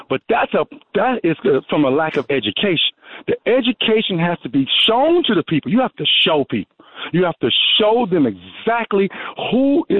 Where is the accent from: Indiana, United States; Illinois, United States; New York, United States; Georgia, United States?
Indiana, United States; Gary; I'm from Gary.